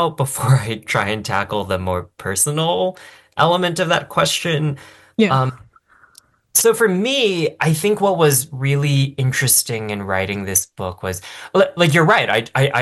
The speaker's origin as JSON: {"language": "English", "country": "United States", "tie": "born there", "said": "I was born here and named after, the city where I was born in Chinese."}